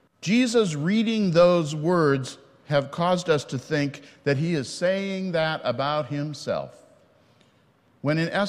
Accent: Alexandria, United States; moved away; the first time I had returned to Alexandria and this pulpit in this church of my childhood.

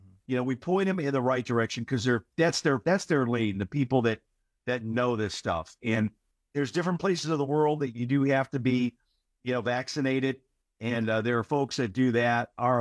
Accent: Chicago, Illinois, United States; I'm from Chicago, so I'd love to go back to Chicago

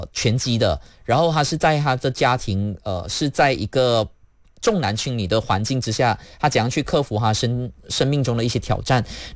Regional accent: Malaysia; 我们马来西亚人

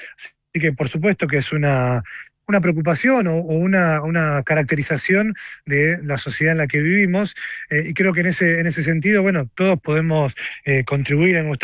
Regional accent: Buenos Aires, Argentina; para que podamos desarrollarnos como porteños

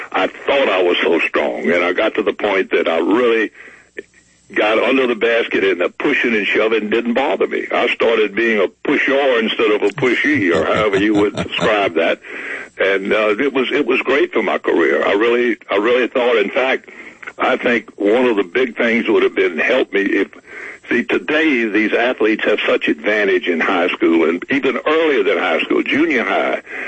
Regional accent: Baton Rouge, Louisiana, United States; moved away as an adult; I loved, growing up in Baton Rouge.

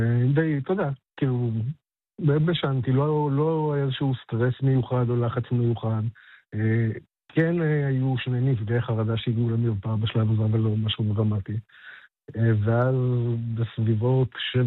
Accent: Northern Israel, Israel; אנחנו מהצפון

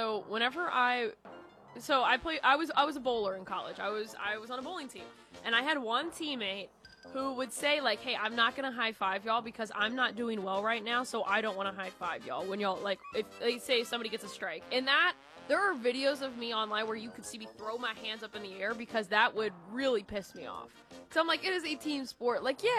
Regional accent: Texas, United States; But I'm an only child. I'm from Texas. I got that, like, strong Texas, like, you know, personality.

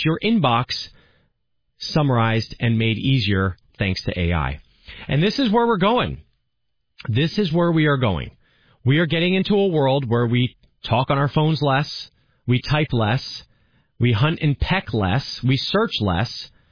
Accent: New Jersey, United States; If I had access to tools like this when I was an 11-year-old, 12-year-old, 13-year-old growing up in New Jersey as a somewhat creative child

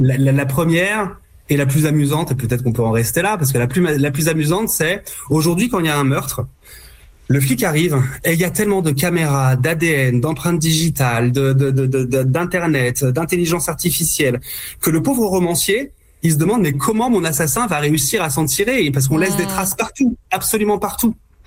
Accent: France; Alors déjà, on est français

